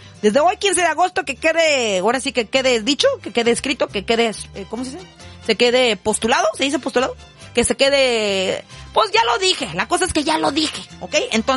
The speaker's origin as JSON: {"language": "Spanish", "country": "Mexico", "said": "porque vamos a celebrar que somos mexicanos. En este país, ¿verdad?"}